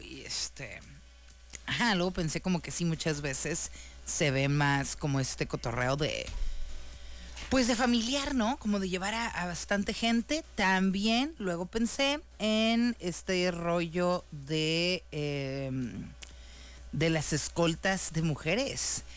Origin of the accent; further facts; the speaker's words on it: Mexicali, Baja California, Mexico; Y aquí su amiga que nació en El Cóndor y creció en La Baja. Saludos a estos dos elegantes barrios mexicalenses. Les digo, yo nací en uno y crecí en otro. O sea, crecí una parte en El Cóndor y otra parte en La Baja.